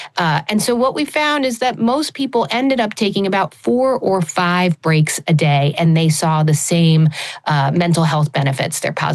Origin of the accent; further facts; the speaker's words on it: United States; Yeah, you know, for me, I think growing up in the United States, we're so focused on organized sports